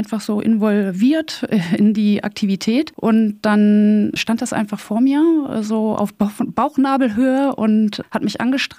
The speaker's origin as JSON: {"language": "German", "region": "North Rhine-Westphalia", "country": "Germany", "tie": "born or raised there"}